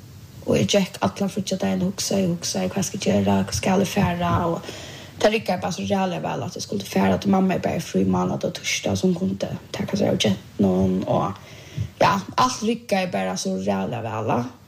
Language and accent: Swedish; Bulgaria; Swedish is a second language